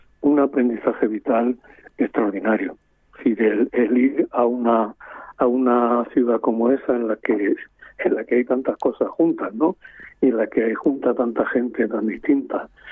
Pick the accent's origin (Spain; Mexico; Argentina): Spain; moved away; also born or lived in New York; soy bastante más español de lo que pensaba y bastante más europeo